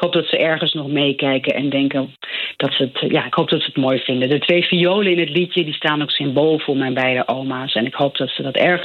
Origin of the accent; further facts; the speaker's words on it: Overijssel, Netherlands; accent: Twents; first language Twents; Dutch is a second language; Ik wilde in het Twents zingen, had ik bedacht. Gewoon terug naar mijn moedertaal.